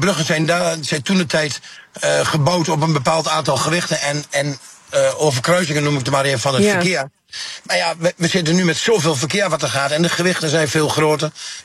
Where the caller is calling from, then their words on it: Almelo, Overijssel, Netherlands; ik kom dan uit Almelo